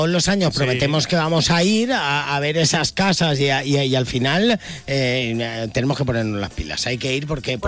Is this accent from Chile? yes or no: no; Almería, Andalusia, Spain; Como comprenderás, como buenos almerienses que somos en Onda Cero, acabó la feria, guardamos ya el bañador.